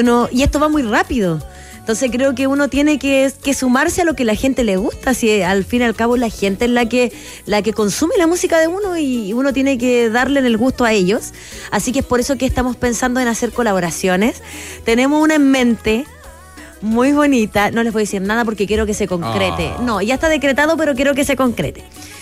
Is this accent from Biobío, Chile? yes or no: no; Iquique, Tarapacá, Chile; Soy iquiqueña.